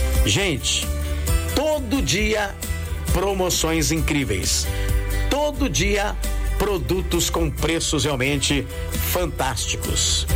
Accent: Araraquara, São Paulo, Brazil; Araraquara querida, minha terra amada, natal

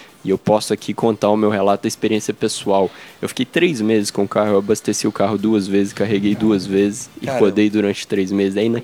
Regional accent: Belo Horizonte, Minas Gerais, Brazil; eu sou de Belo Horizonte

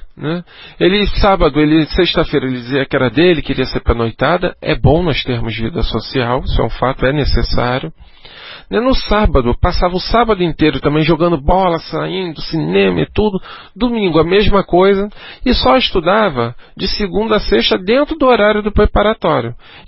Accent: Rio de Janeiro, Brazil; da minha terra maravilhosa que é Bangu

